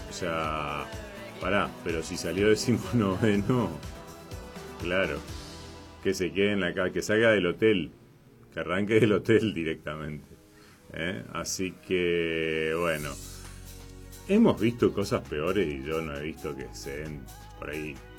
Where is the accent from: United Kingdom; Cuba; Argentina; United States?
Argentina; nosotros que somos argentinos